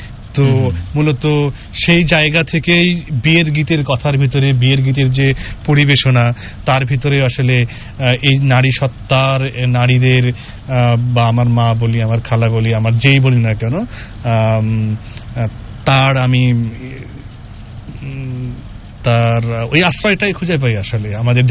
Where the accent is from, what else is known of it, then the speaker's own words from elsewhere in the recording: Bogura, Rajshahi Division, Bangladesh; born there; আমার জন্মস্থান বগুড়া